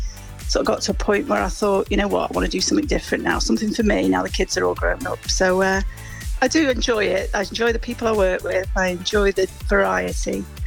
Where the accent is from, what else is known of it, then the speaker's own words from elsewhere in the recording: Chester, North West England, United Kingdom; now in Newton Ferrers, United Kingdom; No, I'm from Chester originally.